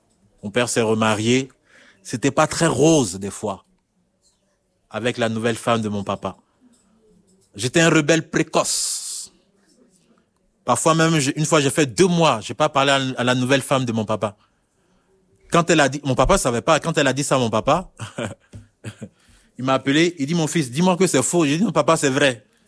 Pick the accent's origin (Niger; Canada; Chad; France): Chad; moved away; also born or lived in Côte d'Ivoire / Burkina Faso; je suis de nationalité tchadienne.